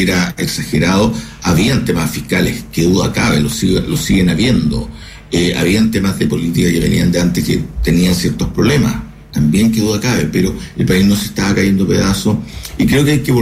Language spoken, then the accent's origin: Spanish; Chile; como persona natural, como chileno